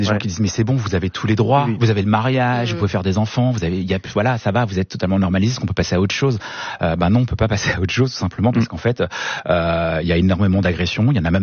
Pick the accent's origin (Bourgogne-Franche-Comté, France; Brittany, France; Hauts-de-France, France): Brittany, France; now in Pantin, France; moi, qui maintenant vis une partie en banlieue à Pantin, où je vis, et une autre partie en Bretagne où je suis retourné